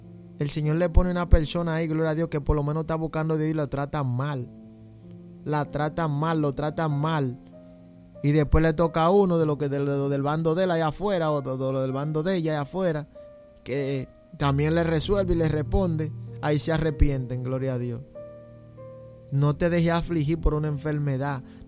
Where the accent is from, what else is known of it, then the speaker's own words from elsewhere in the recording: Santo Domingo, Dominican Republic; como decimos en Santo Domingo